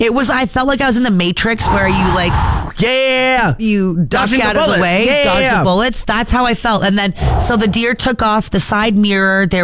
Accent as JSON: {"language": "English", "town": "Barrie", "region": "Ontario", "country": "Canada", "said": "I lived in a small town outside of Barrie. I always say I'm from Barrie, but a little small town outside of Barrie. Cool. It's a farm town"}